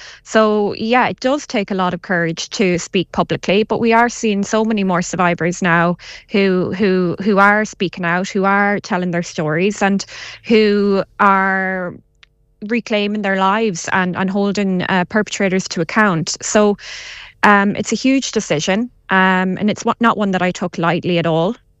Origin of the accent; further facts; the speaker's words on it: Castlebar, Connacht, Ireland; I founded it in Mayo. I'm from Castlebar.